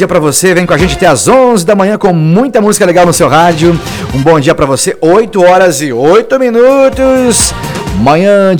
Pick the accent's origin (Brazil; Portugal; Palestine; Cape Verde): Brazil; Paraná